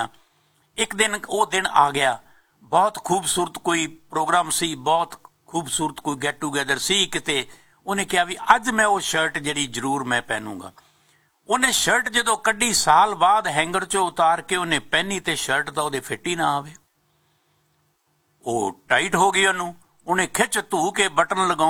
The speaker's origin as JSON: {"language": "Punjabi", "region": "Punjab", "country": "India", "tie": "born or raised there", "moved": "as an adult", "lives_now": "Canada", "said": "ਪੰਜਾਬ ਦੇ ਵਿੱਚ ਸਾਡਾ ਬਚਪਨ ਬੀਤਿਆ ਹੈ, ਪੰਜਾਬ ਦੇ ਵਿੱਚ ਸਾਡੀ ਜਵਾਨੀ ਬੀਤੀ ਹੈ, ਪੰਜਾਬ ਸਾਡਾ ਕਰਮ ਭੂਮੀ ਰਹੀ ਹੈ, ਅਸੀਂ ਆਪਣੀ ਕਰਮ ਭੂਮੀ ਦੇ ਵਿੱਚ ਆਪਣੇ ਆਪਣੇ ਕਰਮ ਤੋਂ ਫ੍ਰੀ ਹੋ ਕੇ ਕੈਨੇਡਾ ਦੇ ਵਿੱਚ ਆ ਕੇ ਵਸੇ ਹਾਂ"}